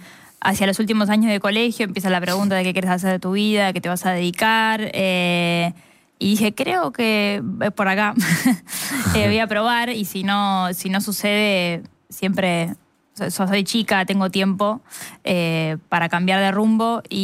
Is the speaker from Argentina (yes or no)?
yes; San Isidro, Buenos Aires Province, Argentina; Yo soy de San Isidro.